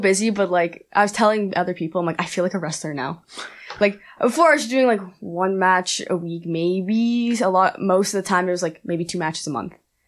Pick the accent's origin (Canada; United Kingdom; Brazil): Canada; Mount Forest, Ontario; I'm from Mount Forest.